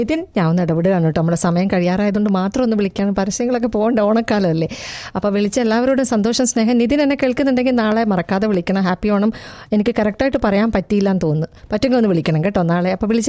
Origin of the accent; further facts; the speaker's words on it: Kanhangad, Kerala, India; എന്റെ നാട്ടിലെ കാഞ്ഞങ്ങാട് രജിസ്ട്രേഷൻ വരുന്നൊക്കെ 60 ആണ്, കെ എൽ 60.